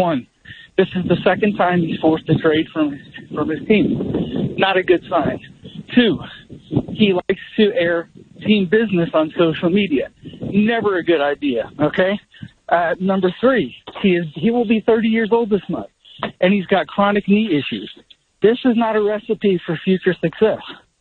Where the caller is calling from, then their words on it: Philadelphia, Pennsylvania, United States; So, yeah, I am in Denver, but I am from Philadelphia.